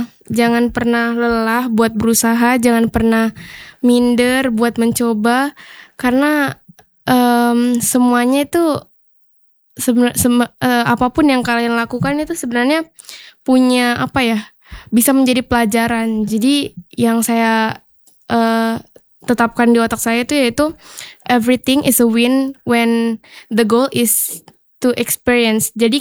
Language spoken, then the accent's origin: Indonesian; Papua, Indonesia; kita dari Papua kita tuh bisa.